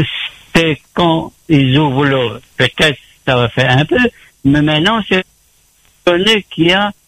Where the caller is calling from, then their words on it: Saint-André, Réunion; J'appelle de Saint-André